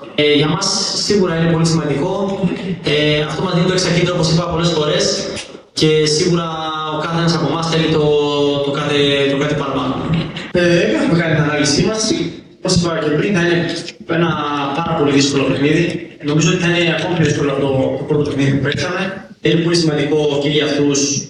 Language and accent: Greek; Northern Greece, Greece; εγώ σαν παιδί της Βόρειου Ελλάδας είμαι πάρα πολύ χαρούμενος. Παίζω σχετικά στα μέρη μου.